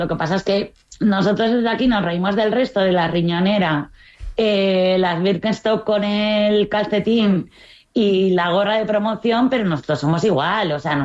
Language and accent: Spanish; Spain; yo soy española